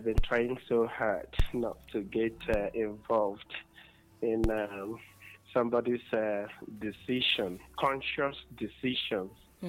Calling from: Ebonyi, Nigeria; I'm calling in from Akese in Ebonyi State.

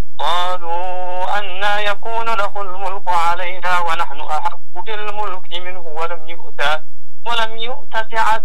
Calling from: Sanaa, Amanat Al Asimah, Yemen; أنا من صنعاء

